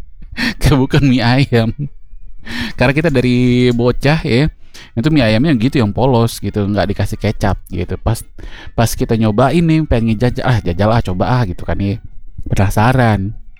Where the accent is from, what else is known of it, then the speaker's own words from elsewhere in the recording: Jakarta, Indonesia; Kalau Aye karena kita orang Betawi Bang, kita demen yang asin, sayur asem.